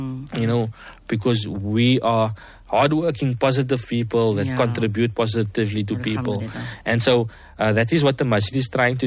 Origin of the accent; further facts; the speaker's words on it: Western Cape, South Africa; Again, I grew up in Lavendale. I was around the man drugs